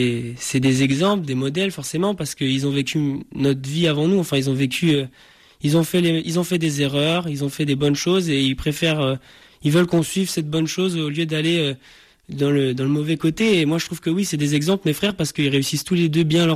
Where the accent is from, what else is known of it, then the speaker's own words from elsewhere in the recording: Viriat, Auvergne-Rhône-Alpes, France; born there; also born or lived in Dijon; Non, je ne suis pas né à Dijon. Je suis né à Viria, dans l'Ain, et j'ai beaucoup de fois déménagé dans ma vie.